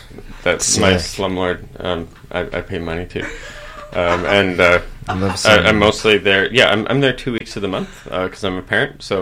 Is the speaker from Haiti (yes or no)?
no; Alberta, Canada; accent: twang; moved away; No, I grew up in Alberta.